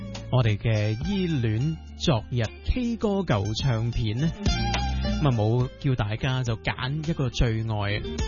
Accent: Hong Kong; 身为香港人啦

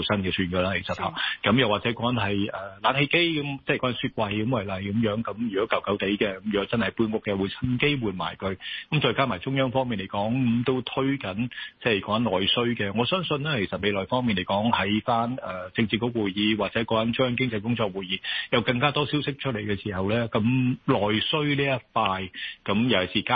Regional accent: China; 但我哋中國人都係比較現實啲，同埋我哋有歷史嚇

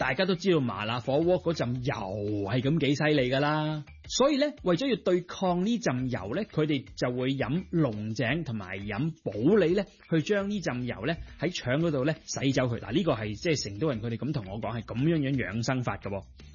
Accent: Hong Kong; 我哋香港人啦，或者廣東人啦，

